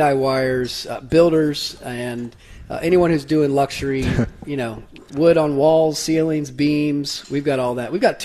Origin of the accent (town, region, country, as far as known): Brentwood, Tennessee, United States; born or raised there; also born or lived in Nashville